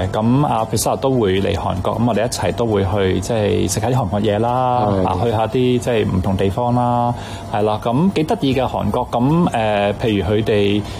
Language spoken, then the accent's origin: Cantonese; Hong Kong; 我哋香港人啦，都其實都好有效率啦